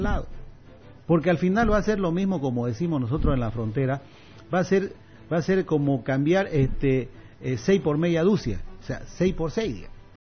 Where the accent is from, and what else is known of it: Bolivian eastern lowlands, Bolivia